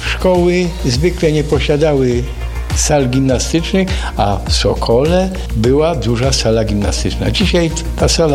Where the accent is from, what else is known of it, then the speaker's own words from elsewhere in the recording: Skawina, Lesser Poland, Poland; jestem mieszkańcem rodobitym z Kabiny